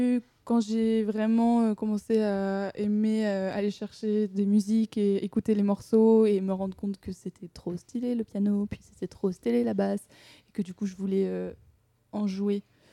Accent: Île-de-France, France; moved away as an adult; also born or lived in United States; now in Toulouse, France; Alors je suis originaire du 92 en Île-de-France. Où j'ai grandi pendant jusqu'à début vingtaine, avant de partir vivre 2 ans aux États-Unis. Et je suis revenue m'installer à Toulouse. Donc je vis à Toulouse actuellement.

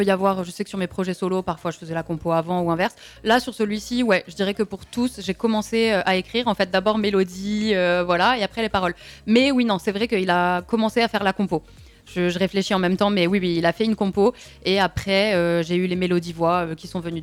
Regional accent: Cameroon; also born or lived in Côte d'Ivoire; J'ai grandi au Cameroun et en Côte d'Ivoire.

